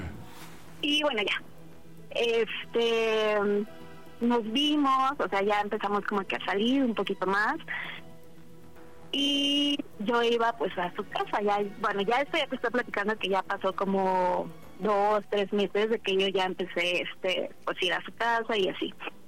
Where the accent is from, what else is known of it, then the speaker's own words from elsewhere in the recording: Mexico City, Mexico; Tengo 27 años, de la Ciudad de México.